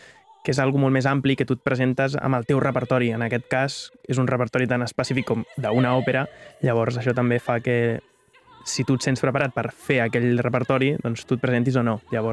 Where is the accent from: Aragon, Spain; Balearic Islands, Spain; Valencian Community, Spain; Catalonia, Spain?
Catalonia, Spain; Sabadell; Jo, bueno, em vaig enterar perquè jo sóc de Sabadell, llavors des de petit ja coneixia l'escola d'òpera